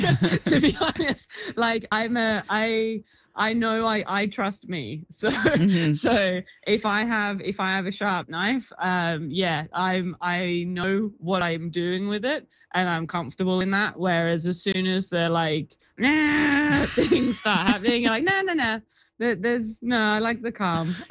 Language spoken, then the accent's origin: English; United Kingdom; I'm British, so it has to go traditional sage and onion.